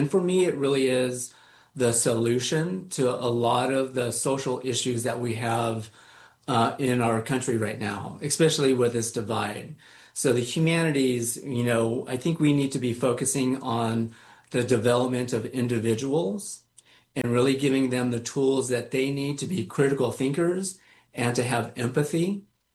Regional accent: United States; I am Japanese American. I'm third generation. So my parents were also born in the United States.

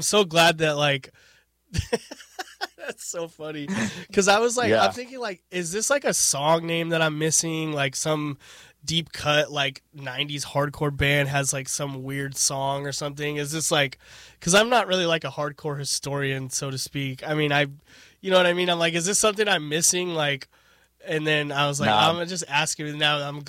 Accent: California, United States; I grew up in Southern California too

